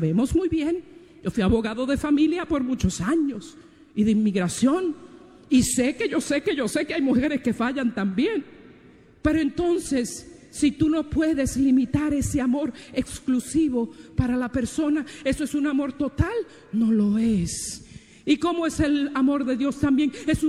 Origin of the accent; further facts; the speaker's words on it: Puerto Rico; Yo soy de Puerto Rico, él de Venezuela.